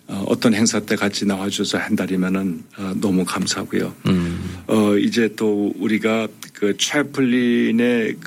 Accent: South Korea; now in United States; 우리 한인들이 우리 대한민국 사람으로서 미국 살면서 한인들의 위상을 높여주고

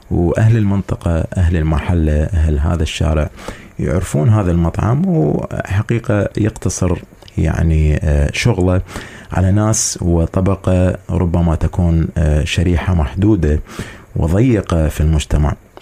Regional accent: Iraq; في بلدنا العراق

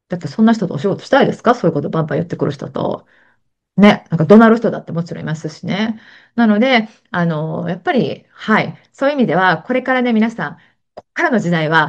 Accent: Kansai, Japan; accent: Kansai dialect; 私、この番組も結構関西弁をね、バーッと使って喋ってるんで

